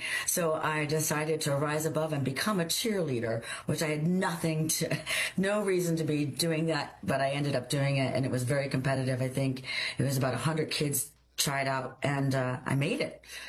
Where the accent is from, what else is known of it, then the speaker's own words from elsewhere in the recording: Wilkes-Barre, Pennsylvania, United States; I'm from Laughlin, Oakwood Park, which is right nestled in Wilkes-Barre, PA, originally